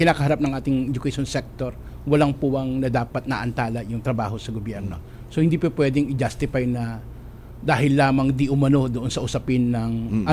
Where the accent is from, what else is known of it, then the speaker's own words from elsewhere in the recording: Valenzuela, National Capital Region, Philippines; nung ako po ay taga Valenzuela